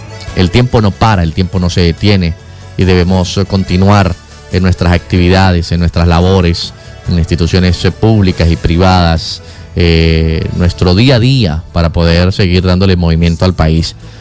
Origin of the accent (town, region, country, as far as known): Venezuela